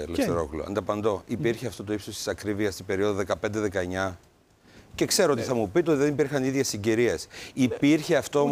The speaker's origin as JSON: {"language": "Greek", "region": "Western Macedonia", "country": "Greece", "said": "εγώ είμαι από τη Δυτική Μακεδονία."}